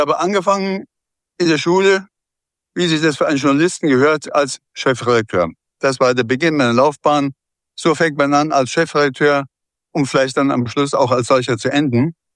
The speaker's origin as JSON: {"language": "German", "town": "Starnberg", "region": "Bavaria", "country": "Germany", "tie": "born or raised there", "also_born_or_lived": "Pullach", "said": "ich geboren, aber erst in Pullach gelebt und dann in Starnberg meine Kindheit und Jugend verbracht. Meine Heimat ist Starnberg."}